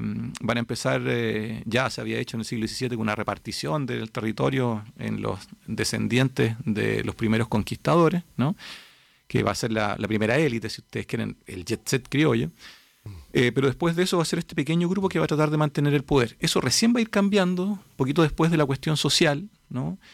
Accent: Chile

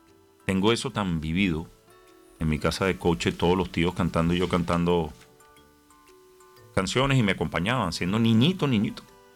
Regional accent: Venezuela; yo como buen venezolano

